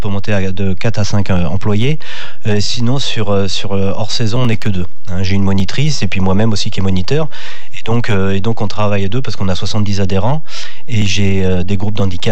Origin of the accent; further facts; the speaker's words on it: Nouvelle-Aquitaine, France; moved away; je viens de Charente-Maritime, il y a très très longtemps, on va dire. Et je suis né dans un centre équestre.